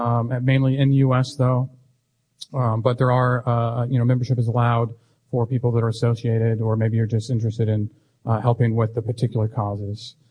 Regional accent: United States; now in Kansas City, United States; A lot happens that we don't actually get told as American citizens, as United States citizens.

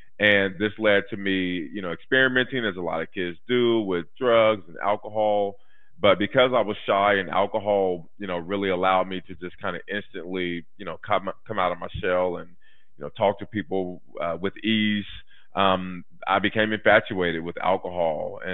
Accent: Portland, Oregon, United States; I had a pretty normal childhood growing up in Northeast Portland in the 80s

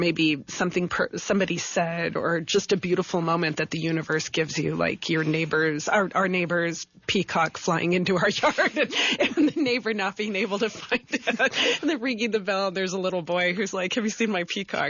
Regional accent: Deming, New Mexico, United States; So I grew up in Deming, mm-hmm. And just 30 miles north of that border.

